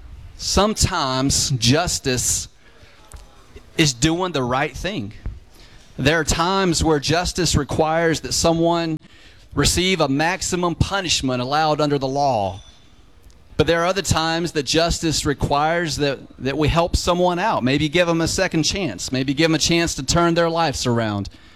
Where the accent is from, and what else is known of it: Pilot Mountain, North Carolina, United States; born or raised there; now in Mount Airy, United States